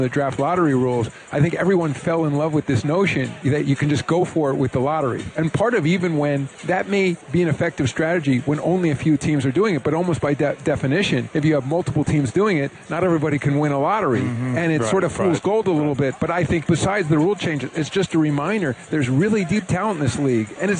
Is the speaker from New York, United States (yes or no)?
yes; New York City, New York, United States; I'm a New Yorker, you know, so and I was alive for the last two, you know.